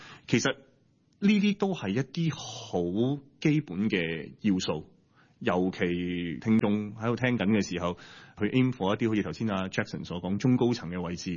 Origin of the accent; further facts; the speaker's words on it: Hong Kong; 我覺得我哋香港人嘅服務好